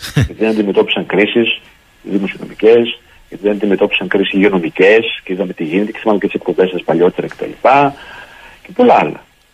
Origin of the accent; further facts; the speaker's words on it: Tzoumerka, Epirus, Greece; λέμε στο χωριό μου, στην Ήπειρο, στα ορεινά και στα Τζουμέρκα τα ορεινά.